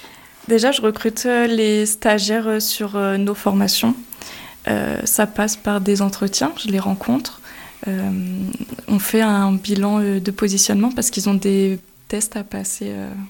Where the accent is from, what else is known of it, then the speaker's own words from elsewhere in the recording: Rochefort, Nouvelle-Aquitaine, France; moved away as an adult; also born or lived in Réunion; now in Nevers, France; Alors moi, je viens de Rochefort